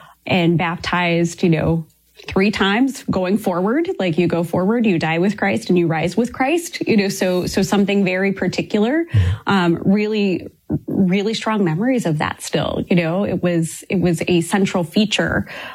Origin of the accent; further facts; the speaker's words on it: Ohio, United States; So I grew up in a very rural part of Ohio.